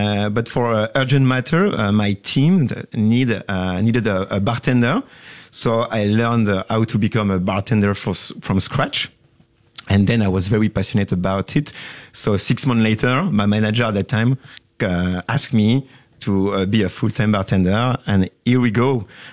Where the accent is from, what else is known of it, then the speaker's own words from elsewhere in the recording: Belgium; English is a second language; moved away as an adult; also born or lived in France / Brussels, Belgium; now in Southeast Asia; So I stayed there for 5 years, but I joined Belgium a long time ago, actually, when I was 7 years of age. I'm originally from France.